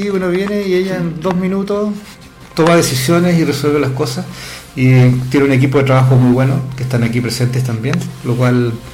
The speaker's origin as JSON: {"language": "Spanish", "region": "O'Higgins", "country": "Chile", "tie": "born or raised there", "said": "Yo me crié aquí en Millaray, al lado, cerca de Quinta Tilcoco. Mi papá tenía un campo ahí, yo siempre venía todos los fines de semana"}